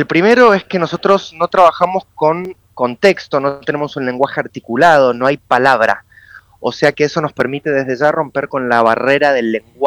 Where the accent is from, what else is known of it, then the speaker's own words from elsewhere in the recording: Mendoza, Argentina; soy mendocino